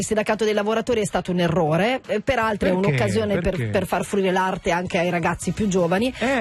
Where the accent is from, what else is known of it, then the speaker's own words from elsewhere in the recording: Milan, Lombardy, Italy; Io, ad esempio, da milanese ci sono stata solo qualche anno fa.